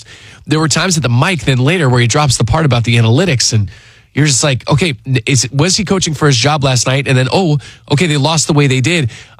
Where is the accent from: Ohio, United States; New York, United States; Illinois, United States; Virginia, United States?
Virginia, United States; Well, I'm from Northern Virginia